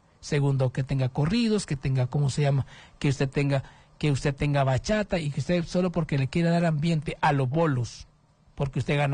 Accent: Honduras; es necesario que nosotros hagamos esta situación como hondureños, como personas que tengamos conciencia

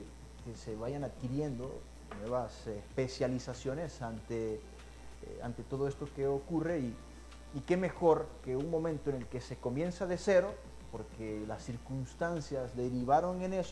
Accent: Honduras

